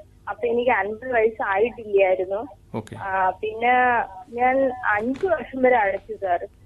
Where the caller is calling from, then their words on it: Kerala, India; ബെന്നിയോടിൽ നിന്നാണ് വിളിക്കുന്നത്.